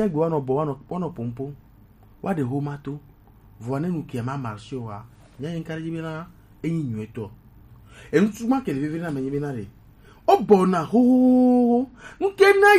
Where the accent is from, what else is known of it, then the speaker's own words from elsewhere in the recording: Togo; born there; je suis né au Togo je suis désolé de le dire il faut avoir le courage de le dire